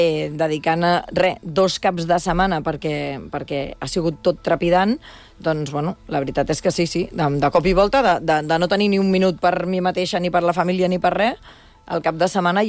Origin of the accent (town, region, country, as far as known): Barcelona, Catalonia, Spain